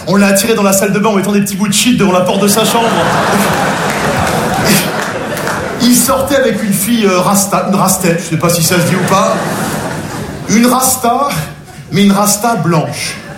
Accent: Nogent-sur-Marne, Île-de-France, France; J'ai grandi à Nogent-sur-Marne, je suis passionné avec les petite banlieue très bourgeoise, genre la Marne, les guinguettes, la fête du petit vin blanc, vous connaissez?

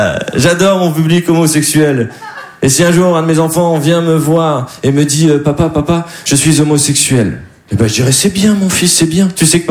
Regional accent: Dunkirk, Hauts-de-France, France; Eh ben moi, je suis de Dunkerque. Et vous voyez bien, je parle bien. Je conjugue les verbes.

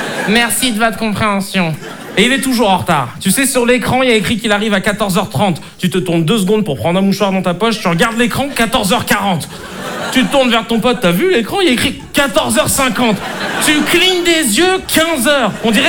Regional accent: Paris, Île-de-France, France; now in Arcueil, France; Moi, je suis né en France, j'ai grandi à Paris et maintenant j'habite à Arcueil. Alors chez nous, c'est plutôt tranquille. Il n'y a qu'une seule cité

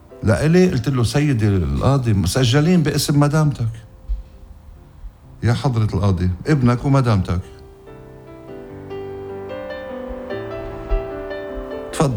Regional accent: Lebanon; يا أخ يا بلدي لبنان

